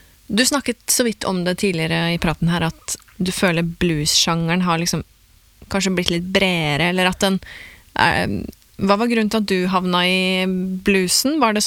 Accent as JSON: {"language": "Norwegian", "town": "Porsgrunn", "region": "Telemark", "country": "Norway", "said": "Born and bred. Jeg er fra Porsgrunn, så vi er telemarking i begge to, da."}